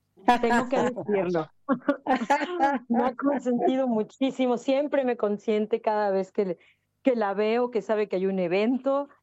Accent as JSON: {"language": "Spanish", "region": "Yucatán", "country": "Mexico", "said": "yo soy de Yucatán, a mí no me tocó aprender maya, lo cual es muy triste porque me quitaron la oportunidad de aprender una segunda lengua"}